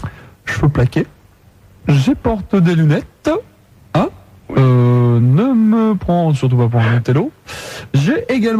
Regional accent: Mâcon, Bourgogne-Franche-Comté, France; Je suis de Mâcon.

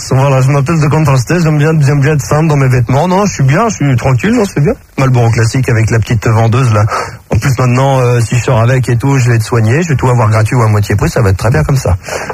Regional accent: Versailles, Île-de-France, France; born there

